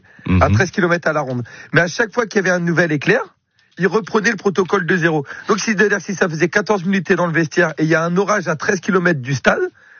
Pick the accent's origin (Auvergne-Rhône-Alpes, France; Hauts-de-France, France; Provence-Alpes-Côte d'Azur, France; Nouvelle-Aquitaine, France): Hauts-de-France, France; on est presque chez nous en Picardie.